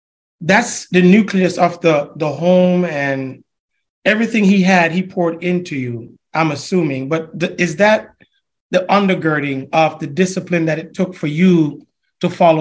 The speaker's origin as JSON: {"language": "English", "country": "Jamaica", "moved": "yes", "said": "I'm originally from Jamaica."}